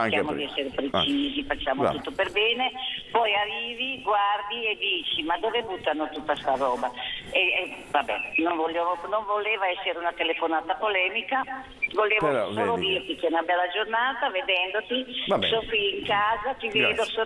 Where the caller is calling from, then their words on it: Genoa, Liguria, Italy; Io sono di Bolzaneto